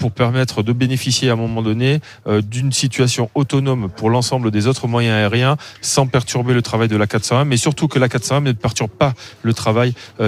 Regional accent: Provence-Alpes-Côte d'Azur, France; même si je viens des Alpes-Maritimes

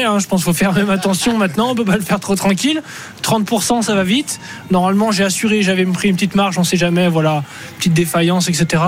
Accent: France; En tant que Français sur les routes du Tour, découvrir ça, c'est une chance inouïe.

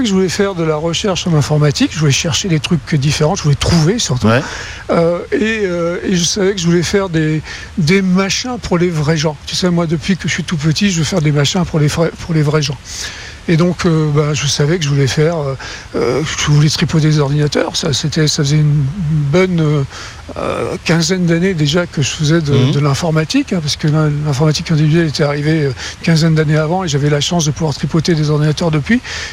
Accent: France; accent: French; now in Stanford, United States; Donc, j'ai gardé un accent très français aujourd'hui, mais bon, ça va mieux. J'ai appris à parler anglais.

